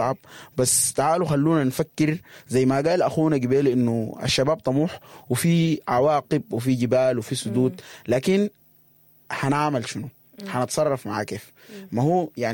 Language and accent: Arabic; Sudan; بتكلم عننا إحنا كشاب سوداني.